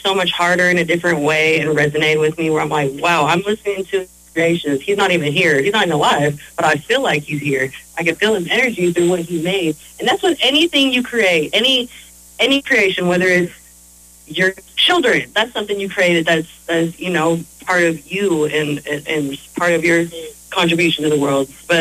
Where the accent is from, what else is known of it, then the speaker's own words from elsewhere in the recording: Vallejo, California, United States; Growing up in Vallejo, I mean, you know, there's so many rappers, and I was always a hip-hop head and grew up loving it.